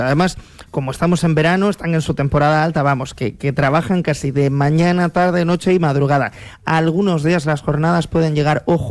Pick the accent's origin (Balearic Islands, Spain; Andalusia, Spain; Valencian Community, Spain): Andalusia, Spain; Málaga; evidentemente yo como malagueño flipé porque la estampa no tiene absolutamente nada que ver con lo que es a día de hoy el paseo marítimo.